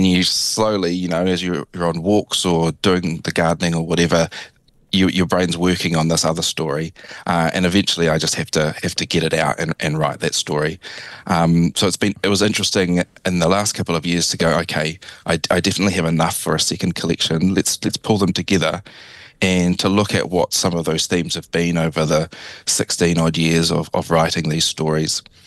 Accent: New Zealand; also born or lived in Brisbane / Edinburgh

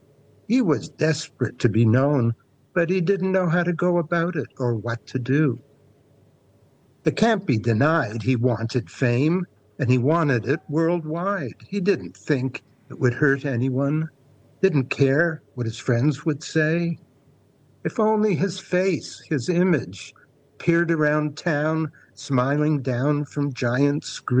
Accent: Canada; accent: Canadian; moved away as an adult; now in New Zealand; I mean, I've been in New Zealand 33 years, I'll never lose my Canadian accent because I came here at 42, and you don't lose an accent at that age.

